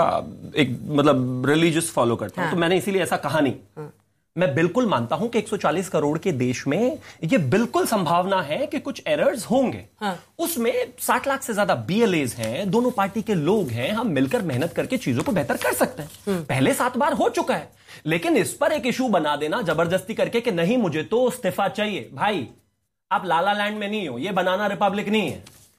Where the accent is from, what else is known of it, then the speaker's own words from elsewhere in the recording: Uttar Pradesh, India; now in Delhi, India; मैं यूपी से यहां आया